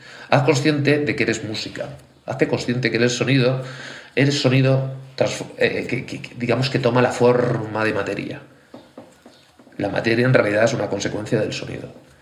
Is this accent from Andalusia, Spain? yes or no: no; Valencia, Valencian Community, Spain; soy urbanita, o sea, nací en Valencia y he vivido hasta la mayoría de mi vida realmente en Valencia, que ahora vivo en el campo.